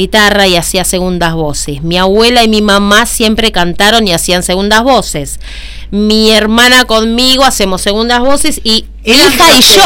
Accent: La Plata, Buenos Aires Province, Argentina; born there; Nosotros nos reuníamos cuando éramos chicos en La Plata.

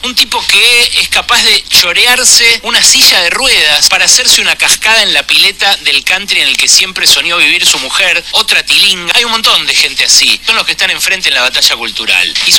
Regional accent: Argentina

